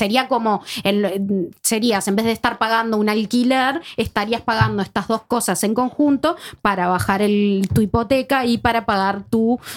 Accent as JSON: {"language": "Spanish", "country": "Uruguay", "moved": "yes", "lives_now": "Norway", "said": "Respecto a eso, yo como uruguaya, de que está muy acostumbrada al sistema de cooperativas y a esto de que tenés que tener antigüedad, una de las primeras cosas que hice acá en Noruega fue hacerme socia de Ovos."}